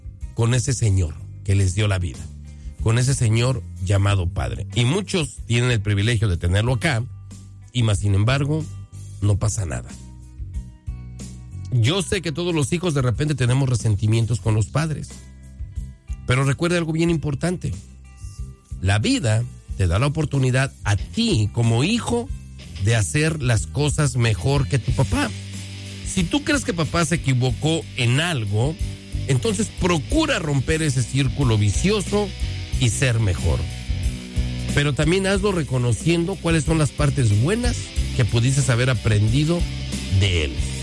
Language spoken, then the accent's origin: Spanish; Mexico; nosotros como mexicanos